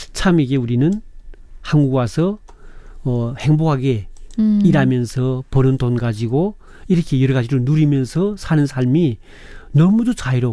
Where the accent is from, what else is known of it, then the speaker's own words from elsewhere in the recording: North Korea; 아마 우리 탈북민들이 그때 가면 북한의 음식점 식당들은 거의 다 독점할 거예요.